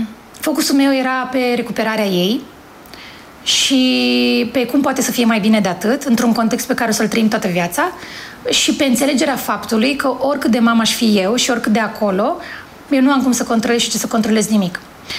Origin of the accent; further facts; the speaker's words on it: Bogați, Romania; la noi acolo în spate, la Bogați, unde am crescut, adică în Ozana